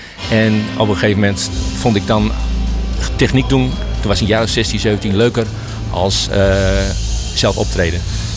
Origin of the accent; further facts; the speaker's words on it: Groningen, Netherlands; als Groninger